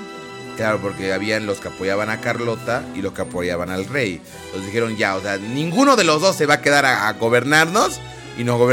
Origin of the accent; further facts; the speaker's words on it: Bolivia; nos sentamos felices como bolivianos y ya.